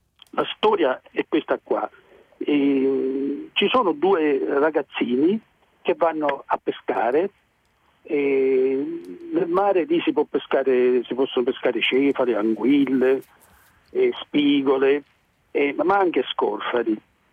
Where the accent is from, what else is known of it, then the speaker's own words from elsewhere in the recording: Marsala, Sicily, Italy; first language Sicilian dialect; Italian is a second language; la mia contrada, che si chiama Cutusio, dove io sono nato e tuttora abito, si affaccia proprio sullo Stagnone.